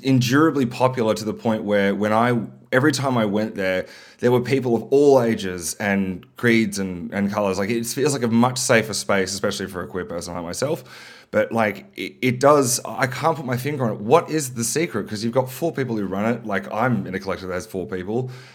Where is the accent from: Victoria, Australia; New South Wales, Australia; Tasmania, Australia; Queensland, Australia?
New South Wales, Australia; Sydney; growing up in Sydney's culture in the 2010s.